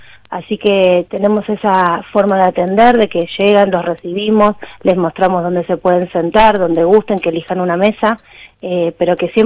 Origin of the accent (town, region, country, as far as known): Argentina